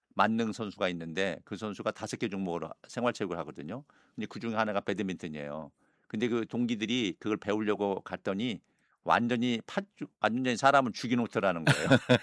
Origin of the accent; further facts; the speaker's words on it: North Jeolla, South Korea; 또 우리 전라북도 출신으로서 너무 자랑스럽더라고요.